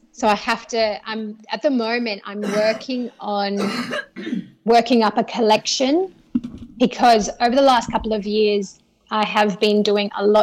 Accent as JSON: {"language": "English", "region": "Western Australia", "country": "Australia", "tie": "born or raised there", "said": "we all know, like, growing up in the Kimberleys, sometimes it's hard to really be the one who going after your, like, shining"}